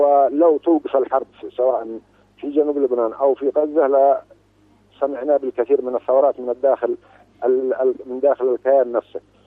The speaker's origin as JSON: {"language": "Arabic", "country": "Yemen", "said": "نحن شعب يمني"}